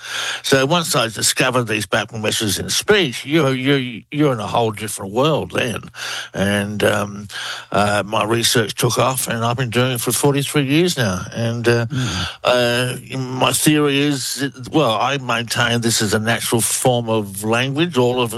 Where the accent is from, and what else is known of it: Australia